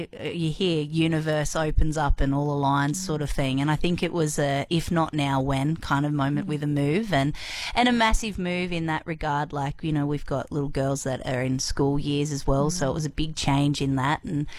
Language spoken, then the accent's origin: English; Moonbi, New South Wales, Australia; now in Nundle, Australia; we grew up in Moonbi